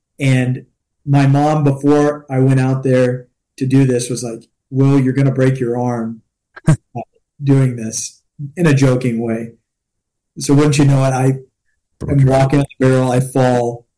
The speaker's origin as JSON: {"language": "English", "town": "College Station", "region": "Texas", "country": "United States", "tie": "born or raised there", "lives_now": "Temple, United States", "said": "I grew up in College Station. I went to public school there. My mom and dad still live in College Station."}